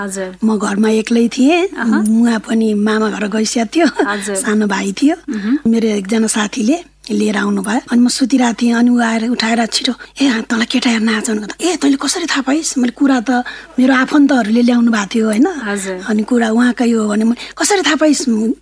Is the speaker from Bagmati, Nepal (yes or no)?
no; Pokhara, Gandaki Province, Nepal; कुमारी मुहाँको कोखबाट 2024 साल मङ्सिर 9 गते जन्म भएको हो। मेरो जन्मस्थान लेक साइड भन्छ, बैदाम पोखरा।